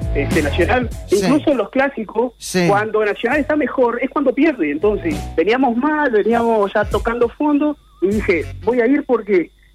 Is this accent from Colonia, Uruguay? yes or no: no; Montevideo, Uruguay; Yo soy del interior, o sea, si bien me crié en Montevideo, hace años vivo en el interior